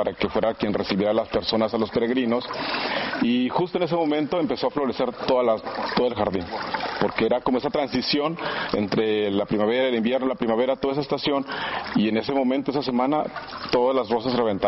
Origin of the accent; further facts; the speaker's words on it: Mexico; now in Spain; Suponen que porque somos mexicanos la ponemos.